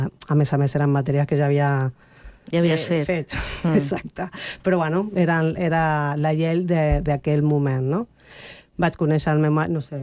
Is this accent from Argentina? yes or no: yes; Argentina; now in Spain; I quan jo vaig créixer allà, en realitat sóc espanyola, a l'Argentina, bueno, sóc espanyola de paper.